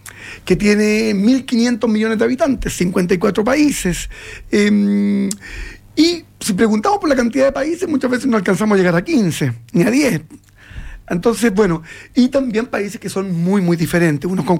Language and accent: Spanish; Chile; Tierra de tanta importancia para nosotros como chilenos